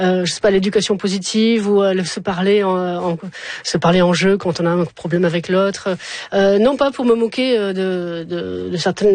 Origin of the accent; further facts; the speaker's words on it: Montpellier, Occitanie, France; born there; Moi, je suis née à Montpellier, donc c'était un peu compliqué.